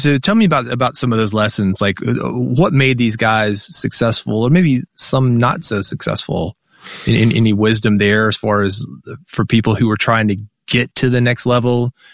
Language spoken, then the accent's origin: English; Nashville, Tennessee, United States; growing up in Nashville